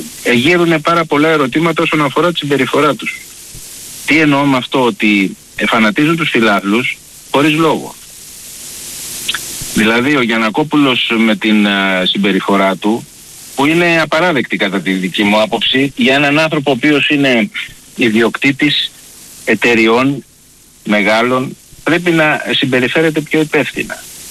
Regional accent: Nea Filadelfeia, Attica, Greece; από την Νέα Φιλαδέλφια

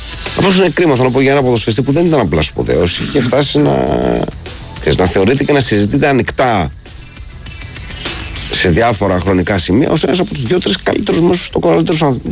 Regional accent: Greece; Εμείς ως Έλληνες

